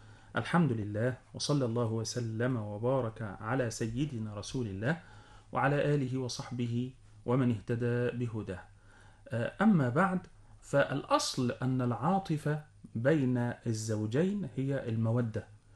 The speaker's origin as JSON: {"language": "Arabic", "country": "Egypt", "said": "باللغة العامية الطيبة بتاعتنا كمصريين"}